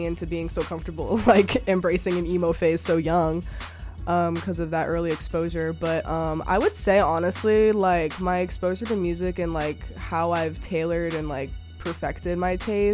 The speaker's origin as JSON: {"language": "English", "town": "Cumming", "region": "Georgia", "country": "United States", "tie": "born or raised there", "also_born_or_lived": "Canton, United States", "said": "I grew up in Forsyth County in Cumming. If you know, you know. It's really not the tea. It's not. And then I moved to Canton, like Cherokee County, when I was in eighth grade."}